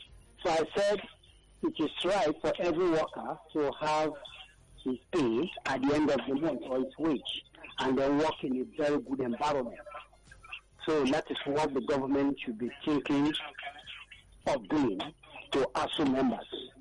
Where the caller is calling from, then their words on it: Nigeria; I'm calling from Abana.